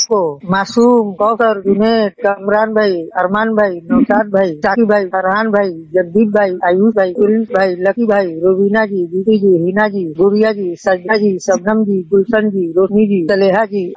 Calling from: Gopalganj, Bihar, India; Waste Mumbai से। मैं गोपालगंज के रहने वाला हूँ।

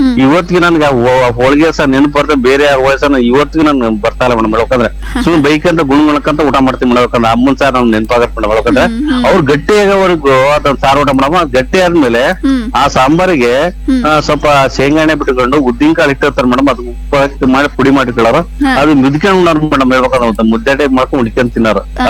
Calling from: Karnataka, India; ನಾವು ಬಯಸಿಮೆ ಕಡೆಯವರು

